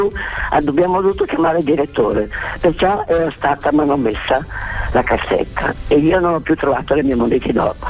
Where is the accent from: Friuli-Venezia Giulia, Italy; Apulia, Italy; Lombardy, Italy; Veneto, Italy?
Lombardy, Italy; Milan; sono di Milano.